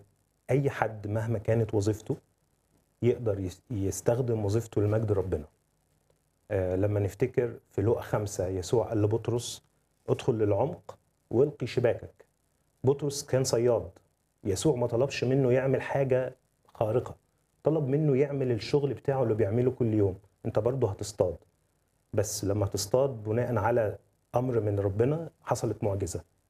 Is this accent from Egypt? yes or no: yes; Egypt; إحنا لهجتنا وثقافتنا مفهومة في كل اللي حوالينا. ممكن في بعض اللهجات إحنا ما نفهمش بعض الكلمات، لكن هم فاهمين كل كلماتنا طبعا بسبب الميديا المصرية،